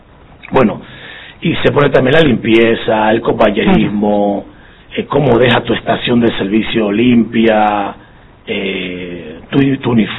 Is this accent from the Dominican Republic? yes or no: yes; Dominican Republic; now in Argentina; Eso es desayuno privilegiado en mi país.